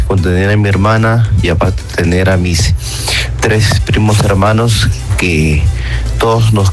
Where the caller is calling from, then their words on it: San Isidro, Lima, Peru; de San Isidro y bueno, yo crecí como hijo único hasta la edad de los 5 años.